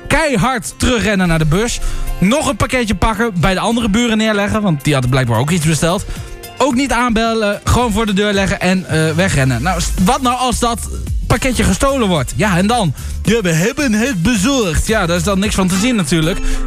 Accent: Netherlands; We zijn ook Nederlanders.

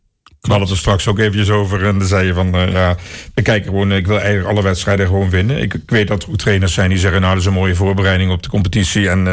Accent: Gelderland, Netherlands; ik kom zelf uit het Arnhemse

